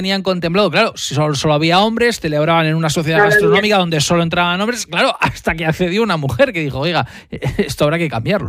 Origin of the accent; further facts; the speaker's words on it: Cantabria, Spain; born there; En mi pueblo, el tramo de Cabezón a la Madrid, de esa autovía del Cantábrico